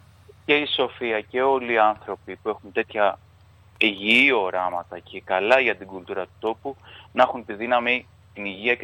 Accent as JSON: {"language": "Greek", "town": "Athens", "region": "Attica", "country": "Greece", "tie": "born or raised there", "said": "Για μένα που ζω στην Αθήνα, γεννήθηκα μεγάλο στην Αθήνα, που είναι μια άσχημη πόλη"}